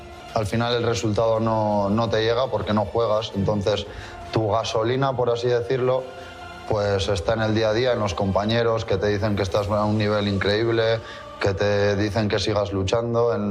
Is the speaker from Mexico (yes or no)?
yes; Mexico; Que el 90% de mis familiares son mexicanos, somos mexicanos.